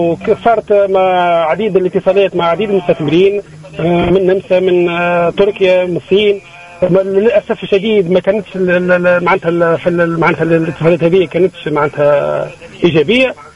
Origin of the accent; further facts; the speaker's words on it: Tunisia; عندنا في قفصة